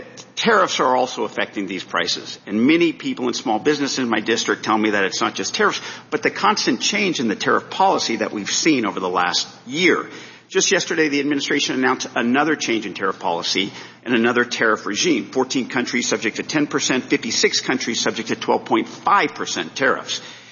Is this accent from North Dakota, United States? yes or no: no; Carmel Valley, California, United States; I hail from Carmel Valley, the place I grew up, the place my Italian immigrant grandfather settled, thank God.